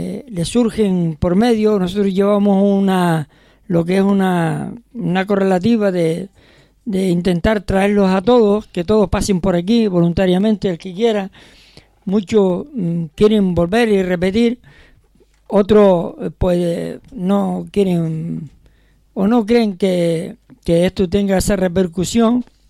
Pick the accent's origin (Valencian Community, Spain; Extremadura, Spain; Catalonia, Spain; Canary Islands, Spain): Canary Islands, Spain; como canarios, sentirnos orgullosos de nuestro folclore